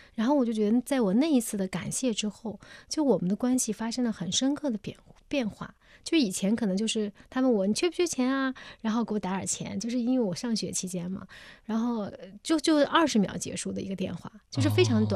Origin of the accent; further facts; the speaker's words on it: China; 我们中国人